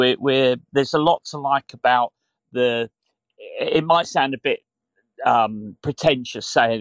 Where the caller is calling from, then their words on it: Bolton, North West England, United Kingdom; my hometown club where I'm ringing from, well, where I'm talking to you from now, because I happen to live in Bolton.